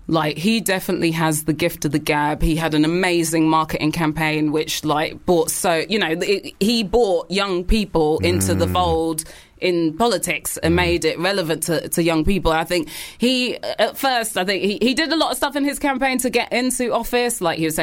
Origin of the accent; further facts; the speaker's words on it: United Kingdom; I mean, we're British, so it's not necessarily something which is part of everyday, you know, language out here and stuff.